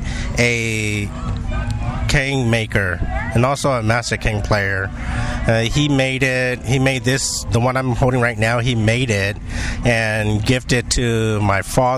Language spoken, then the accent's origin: English; United States; born there; I was born here in the United States.